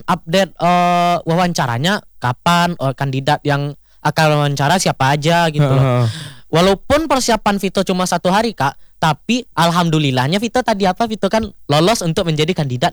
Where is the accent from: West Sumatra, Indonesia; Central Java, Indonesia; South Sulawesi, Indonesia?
West Sumatra, Indonesia; Oke kak, yang kita kan dari Sumatera Barat dulu nih kak.